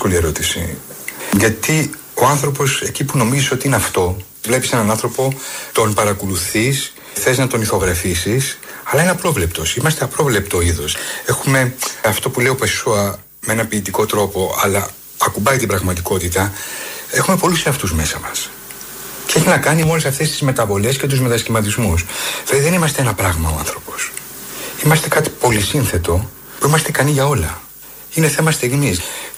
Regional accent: Rhodes, South Aegean, Greece; born there; Εγώ απλά γεννήθηκα στο Μιευτήριο. Η μαμά φοβήθηκε να με γεννήσει στο μεγάλο χωριό της Στήλου

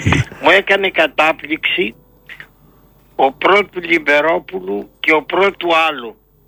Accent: Peloponnese, Greece; born there; now in Petroupoli, Greece; Ο Μαζαράκης ήταν από την πατρίδα μου. Ναι. Ενώθηκε Λακωνία.

